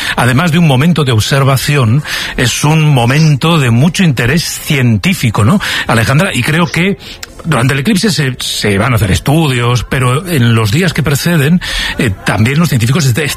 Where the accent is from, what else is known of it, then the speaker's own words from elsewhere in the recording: Tudela, Navarre, Spain; Oye, yo soy de Tudela.